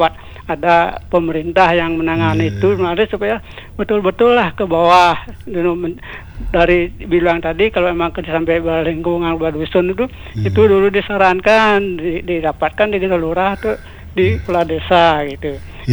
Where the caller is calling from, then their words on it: Denpasar, Bali, Indonesia; Di Denpasar, Pak Agung.